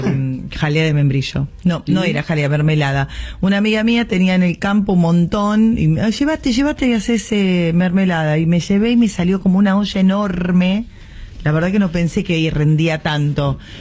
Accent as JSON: {"language": "Spanish", "country": "Argentina"}